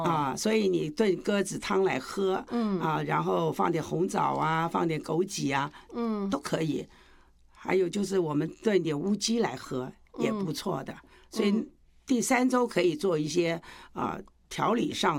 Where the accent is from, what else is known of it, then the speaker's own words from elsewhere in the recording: Taiwan; 其实跟我们台湾人的做法是一模一样的